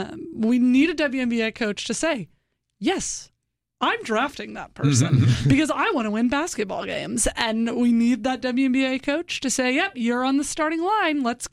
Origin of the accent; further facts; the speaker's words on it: Oklahoma City, Oklahoma, United States; I know him as Innis Kanter from his days playing with the Oklahoma City Thunder in my hometown.